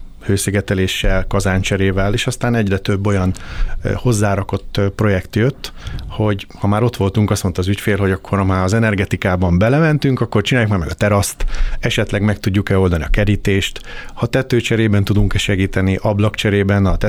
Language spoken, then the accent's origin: Hungarian; Szeged, Csongrád-Csanád, Hungary; Szegedi gyerek vagyok, 50 éves elmúltam, van két csodás lányom, meg egy csodás feleségem. Szegeden a Vedresben végeztem, az építőipari szakközépben